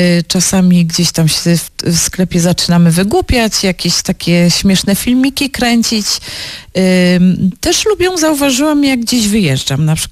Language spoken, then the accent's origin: Polish; Silesian Voivodeship, Poland; ja mieszkam w Lesiczówce całe życie